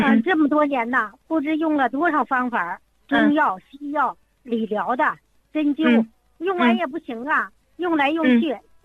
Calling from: Shandong, China; 我家是山东的。

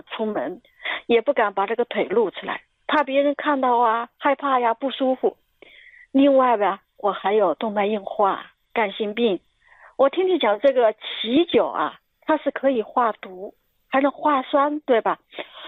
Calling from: Hubei, China; 我呀是一个一体多病的人，65岁了，我家是湖北这边的啊。

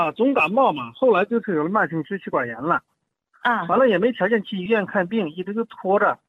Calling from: Baotou, Inner Mongolia, China; 我是包头的。

